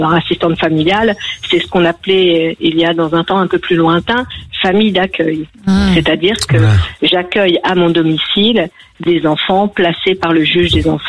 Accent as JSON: {"language": "French", "region": "Hauts-de-France", "country": "France", "said": "Je viens de l'Aisne."}